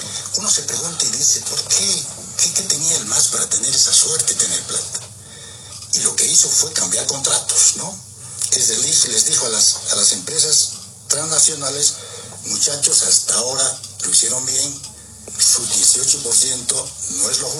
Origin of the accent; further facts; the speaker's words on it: Potosí, Bolivia; en mi tierra, Potosí, había un edificio que está en la avenida El Maestro, y ahora puedes ver una treintena, además de una ciudad universitaria